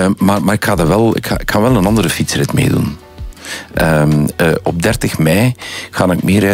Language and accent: Dutch; Flanders, Belgium; born there; En Greg van Avermaat is toch wel een streekgenoot van mij. Hè? Van waar ik geboren ben, bedoel ik. In de streek van Temse Hamme.